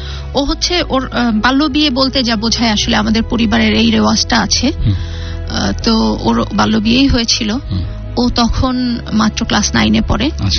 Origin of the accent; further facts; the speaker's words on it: Patuakhali, Barisal Division, Bangladesh; আমার দেশের বাড়ি পটুয়াখালী।